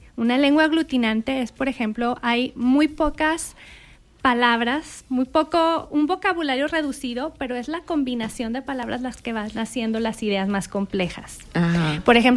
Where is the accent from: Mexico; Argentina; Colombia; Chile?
Mexico; Gómez Palacio, Durango; moved away as an adult; also born or lived in Torreón, Coahuila / Monterrey, Nuevo León; yo soy de aquí, de Torreón, nací en Torreón, crecí en Gómez Palacio, hice la preparatoria en el TEC de Monterrey, Campus Laguna, y luego me fui a estudiar a Monterrey. Y ahí estudié letras españolas.